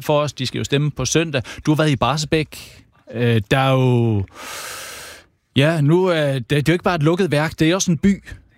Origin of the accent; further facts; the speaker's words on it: Jutland, Denmark; Og jeg er jo også jeg er fra Jylland